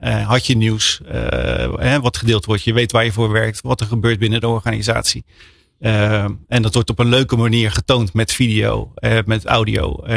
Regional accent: Rotterdam, South Holland, Netherlands; Ik ben Rotterdammer.

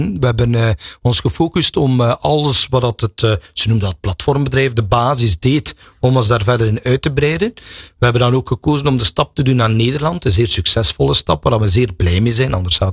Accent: Belgium; Ik ga nooit niet zeggen, wij als Belgen hebben iets uitgevonden.

